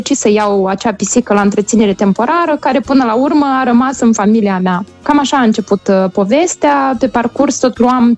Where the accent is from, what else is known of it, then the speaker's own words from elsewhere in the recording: Moldova; noi, ca moldoveni